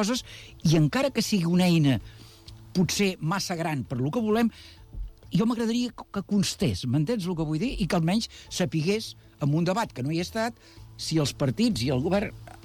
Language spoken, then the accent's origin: Catalan; Badalona, Catalonia, Spain